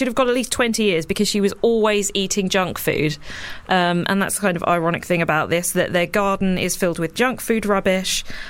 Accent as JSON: {"language": "English", "area": "Sussex", "region": "South East England", "country": "United Kingdom", "said": "I'm from Sussex."}